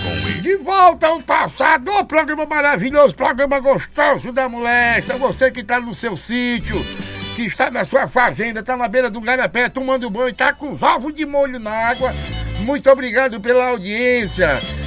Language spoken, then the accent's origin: Portuguese; Pará, Brazil; now in Roraima, Brazil; lá no meu estado do Pará